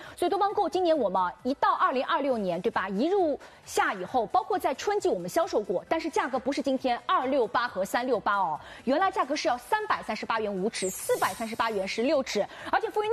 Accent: Shanghai, China

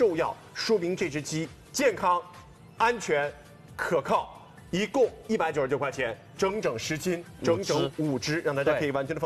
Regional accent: Guangdong, China; 我们最近经常刷到啊，什么顺德啊，我广东人，

